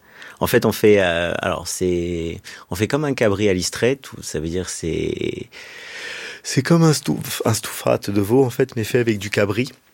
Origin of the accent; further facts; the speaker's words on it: Corsica, France; Moi, je suis originaire, en fait, du Nord, pas loin de Bastia, en fait.